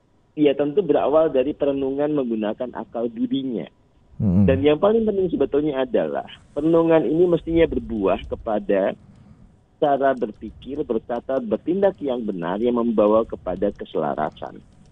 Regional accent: Magelang, Central Java, Indonesia; also born or lived in Cirebon / Bali; Jadi kan saya ini masa kecil itu dulu pernah di Kota Magelang, Bung Sabil. Kemudian juga pernah di Cirebon, pernah di Bali ya.

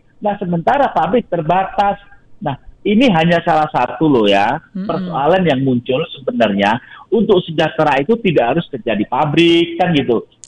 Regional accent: Boyolali, Central Java, Indonesia; Pak … dari Boyolali, selamat siang. Saya orang Boyolali, Pak …. Boyolalinya di mana, Pak …?

